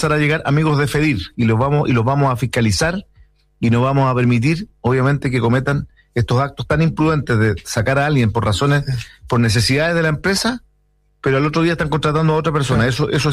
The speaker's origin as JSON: {"language": "Spanish", "town": "Puerto Montt", "region": "Los Lagos", "country": "Chile", "tie": "born or raised there", "said": "Me crié en la escuela en la Villa Marina, en Puerto Montt, estudié en la escuela 2, después estudié en el San Javier."}